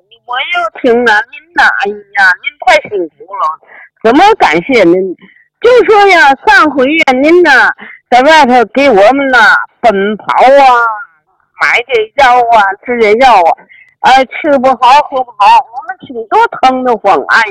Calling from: Tianjin, China; 我是天津的，

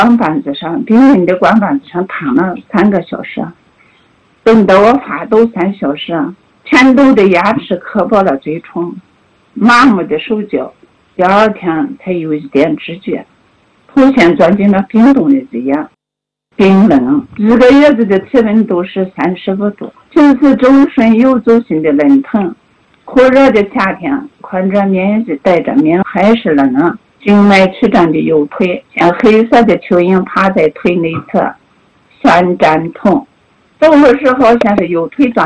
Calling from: Xinjiang, China; 我来自新疆巴州

